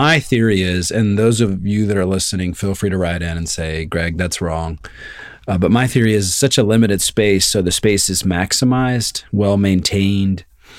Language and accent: English; Georgia, United States; I'm not going to say that I grew up in Georgia because you always harass me for this.